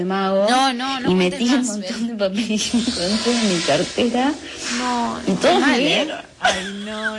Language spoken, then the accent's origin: Spanish; Almagro, Buenos Aires, Argentina; Hola, Brenda … de Almagro.